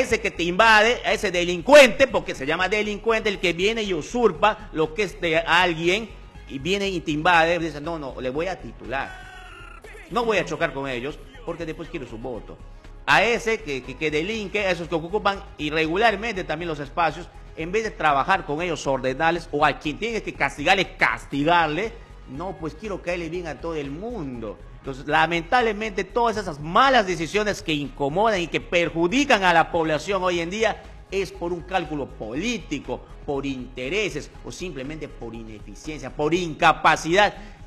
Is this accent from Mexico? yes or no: no; Loreto, Peru; también pues los loretamos somos centralistas